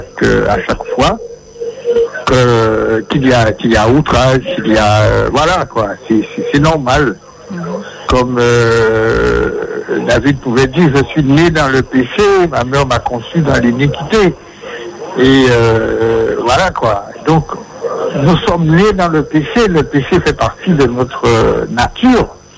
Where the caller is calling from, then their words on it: Guadeloupe; moi, je suis en Guadeloupe.